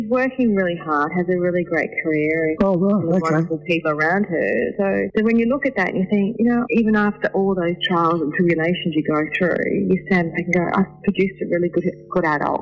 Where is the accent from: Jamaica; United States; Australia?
Australia; I grew up in the Mallee, so coming to Canberra to the Mallee was, you know, it's quite an extreme with the weather.